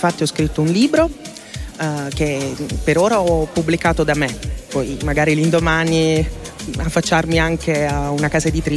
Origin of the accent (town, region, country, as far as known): Martina Franca, Apulia, Italy